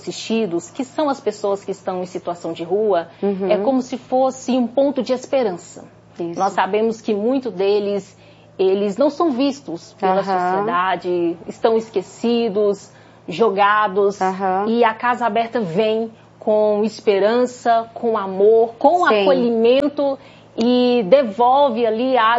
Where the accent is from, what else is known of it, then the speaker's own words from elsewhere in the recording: Minas Gerais, Brazil; now in Santo André, Brazil; Eu sou do interior de Minas Gerais. … E no momento nós estamos pastoreando a Igreja Estadual, aqui bem perto ali do ABC Paulista, na região de Santo André.